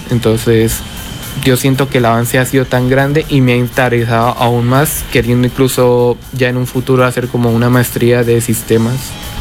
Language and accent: Spanish; Piedecuesta, Santander, Colombia; porque yo soy de Piedecuesta